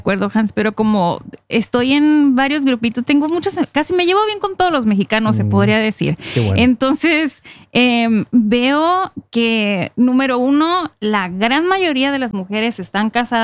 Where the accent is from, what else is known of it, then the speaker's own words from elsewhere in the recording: Baja California, Mexico; now in Norway; Mira, que somos vecinos a muchos kilómetros, pero somos baja californianos los dos.